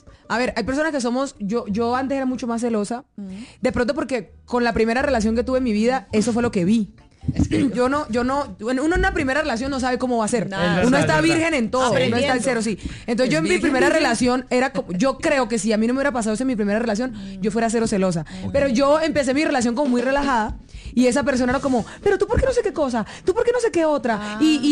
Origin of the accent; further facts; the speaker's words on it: Cesar, Colombia; yo soy de un pueblo cercano que se llama Huachica Cesar.